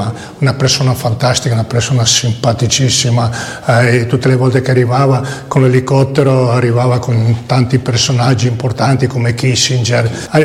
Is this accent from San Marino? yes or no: yes; San Marino; Però ti dico, San Marino, visto che sono di San Marino e ho avuto questa opportunità qua